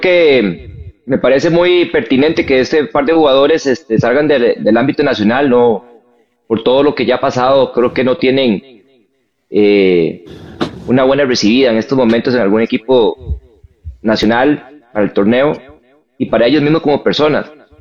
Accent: Costa Rica; eso lo digo como costarricense

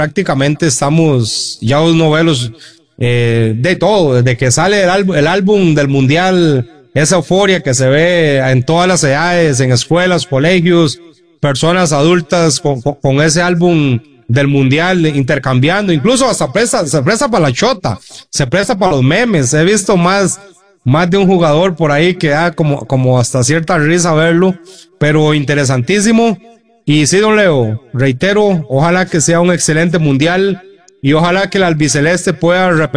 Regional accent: Argentina; yo como argentino y seguidor de la albiceleste, esperaría que Lionel Messi pueda efectivamente igualar ese récord y ojalá superarlo.

